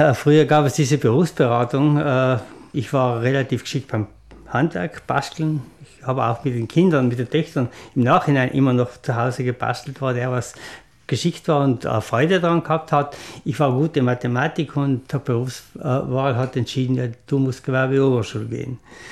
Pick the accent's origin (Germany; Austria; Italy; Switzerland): Italy; Bolzano, Trentino-Alto Adige; now in Jenesien, Italy; Wir sind in Rentsch aufgewachsen.